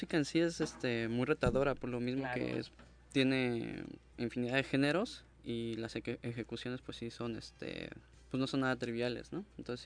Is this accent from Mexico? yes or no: yes; Mexico City, Mexico; Pues yo siempre he sido de la ciudad, soy chilango.